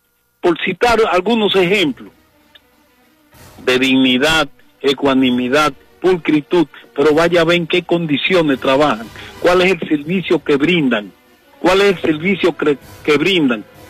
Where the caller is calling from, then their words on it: Dominican Republic; la mala justicia que se aplica en mi país.